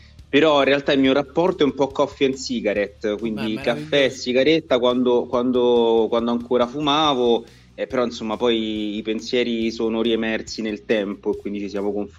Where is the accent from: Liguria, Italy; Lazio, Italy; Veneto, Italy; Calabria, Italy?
Lazio, Italy; io vengo dal delta del Tevere